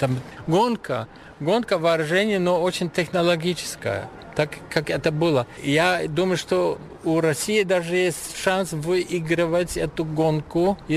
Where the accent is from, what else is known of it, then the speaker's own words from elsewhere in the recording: Germany; Russian is a second language; Я немец, и у меня опыт своих дедков, родителей.